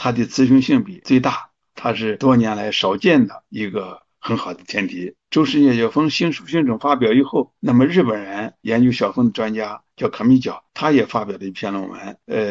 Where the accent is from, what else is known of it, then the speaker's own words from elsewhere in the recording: China; 写出了我们中国人自己的昆虫学教科书